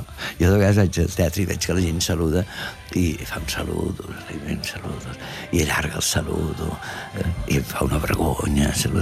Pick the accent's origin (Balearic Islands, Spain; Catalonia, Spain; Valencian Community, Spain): Catalonia, Spain; Potser sí que soc català